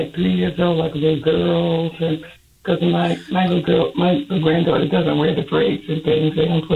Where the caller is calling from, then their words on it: Chicago, Illinois, United States; I'm in Illinois. I'm in Chicago.